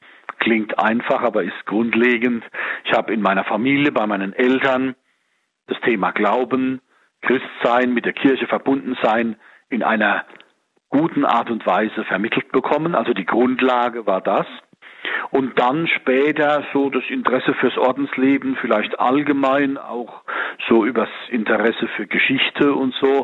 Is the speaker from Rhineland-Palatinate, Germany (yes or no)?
yes; Rhineland-Palatinate, Germany; die ich kennengelernt habe schon in meiner Heimat, in der Diözese Speyer in der Nähe von Ludwigshafen am Rhein, wo wir einen Konvent haben